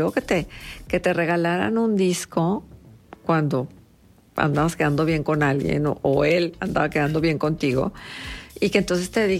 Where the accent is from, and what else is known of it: Mexico